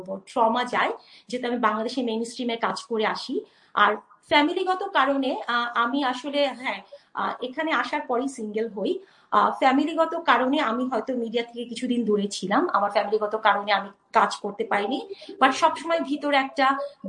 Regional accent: Bangladesh

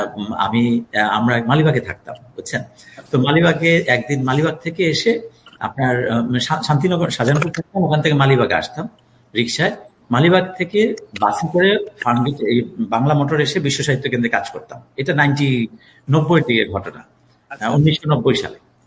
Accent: Narsingdi, Dhaka Division, Bangladesh; now in Dhaka, Bangladesh; আমার দেশের বাড়ি হচ্ছে নরসিংদী।

